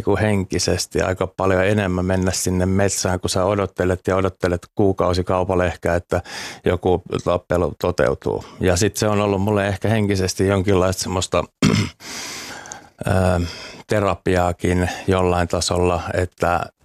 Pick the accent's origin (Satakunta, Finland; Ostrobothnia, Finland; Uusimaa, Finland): Uusimaa, Finland; Tuossa pääkaupunkiseudulta mä oon kotoisin.